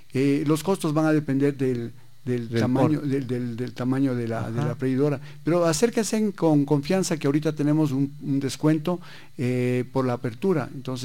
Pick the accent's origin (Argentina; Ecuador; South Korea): Ecuador; todos somos ecuatorianos